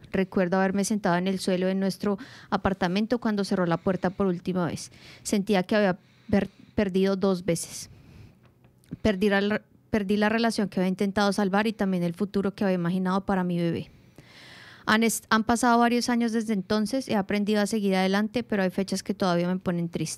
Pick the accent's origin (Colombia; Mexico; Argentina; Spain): Colombia; Medellín, Antioquia; now in Melbourne, Australia; Soy de Medellín y llegué a Melbourne en 2011. Conocí a Sebastián en mis primeros meses en Australia.